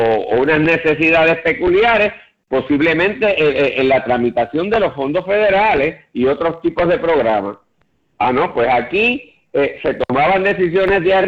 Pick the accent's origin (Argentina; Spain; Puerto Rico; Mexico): Puerto Rico